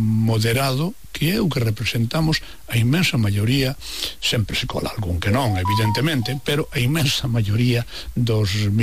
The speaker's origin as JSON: {"language": "Galician", "town": "Sober", "region": "Galicia", "country": "Spain", "tie": "born there", "said": "eu nacín en Sober"}